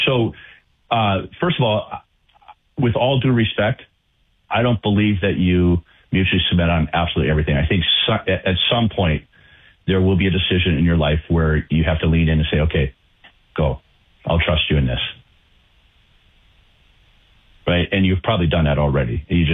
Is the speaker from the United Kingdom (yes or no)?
no; Minnesota, United States; also born or lived in Connecticut; now in North Dakota, United States; move back to the area where I grew up, I grew up in Minnesota, but back to North Dakota